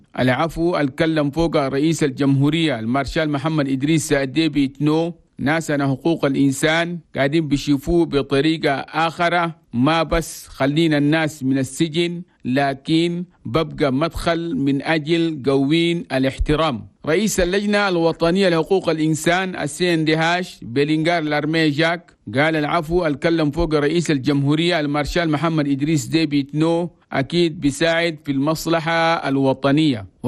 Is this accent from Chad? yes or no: yes; Chad; في بلدنا تشاد.